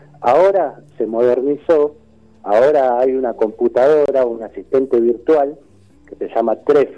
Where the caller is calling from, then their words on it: Villa Bosch, Buenos Aires Province, Argentina; yo vivo en Villa Bosch, en el municipio de 3 de Febrero.